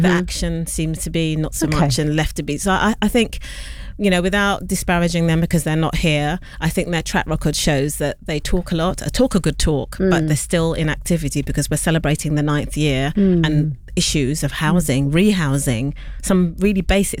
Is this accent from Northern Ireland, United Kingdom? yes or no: no; London, United Kingdom; I think I'm a child of Notting Hill and Kensington and Chelsea Council.